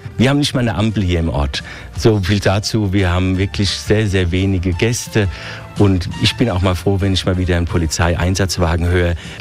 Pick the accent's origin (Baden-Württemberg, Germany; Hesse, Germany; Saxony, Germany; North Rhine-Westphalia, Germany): Hesse, Germany; Frankfurt; accent: Hessian; moved away as an adult; now in Tannheimer Tal, Austria; ich komme aus Hessen. Ich bin ein Frankfurter Bub, wie man so schön sagt.